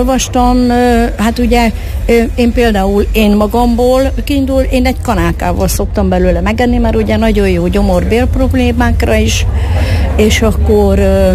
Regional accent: Bán-Horváti, Borsod-Abaúj-Zemplén, Hungary; Bán-Horvátiból jöttünk, ott termeljük a fekete berkenyét.

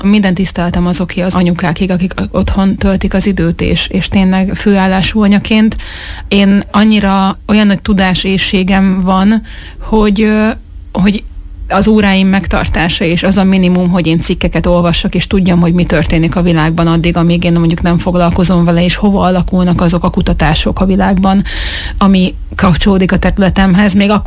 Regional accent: Hungary; moved away as an adult; also born or lived in United States; Igazából haza költöztünk és hazavándoroltunk, hiszen mi kivándoroltunk, tehát nem volt állandó lakcímem se az idő alatt, amíg Amerikában éltem.

